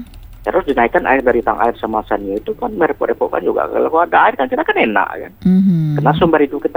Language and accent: Indonesian; West Sumatra, Indonesia; Di Kabupaten Solo sana